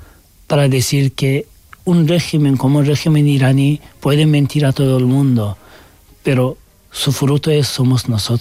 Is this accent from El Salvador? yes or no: no; Turkey; Spanish is a second language; now in Spain; soy turco y podía pasar más fácil que otros muchos, pero de igual forma molestaban mucho y querían deportarme a Irán. Que una persona de repente como un ángel llevó y me ayudó a venirme a España.